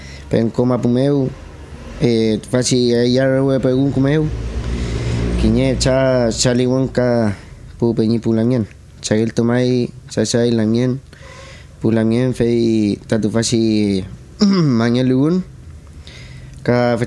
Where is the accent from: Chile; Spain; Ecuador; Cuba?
Chile; Penco, Biobío; born or raised there; also born or lived in Chiguayante